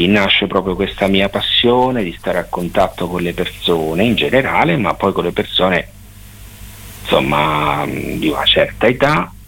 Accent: Esanatoglia, Marche, Italy; io sono nato a San Severino Marche, però sempre vissuto ad Sanatoglia.

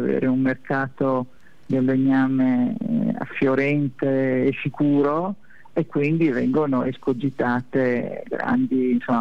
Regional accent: Belluno, Veneto, Italy; now in Asiago, Italy; come veneta, come persona che in realtà sono bellunese, quindi per me sono stato trapiantato ad Asiago

